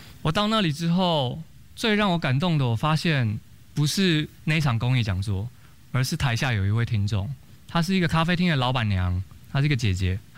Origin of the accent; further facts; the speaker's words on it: Taiwan; 因为我说了我来自台湾